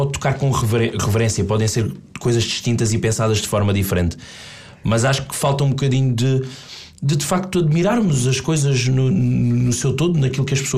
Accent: Portugal

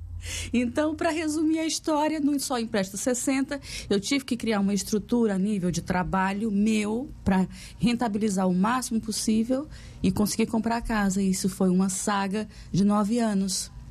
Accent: Brazil; moved away as an adult; now in Portugal; E eu, como venho do Brasil, morava numa casa térrea

